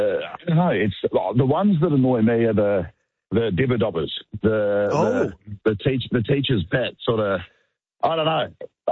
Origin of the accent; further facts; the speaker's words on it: Sunshine Coast, Queensland, Australia; I grew up ginger on the Sunshine Coast.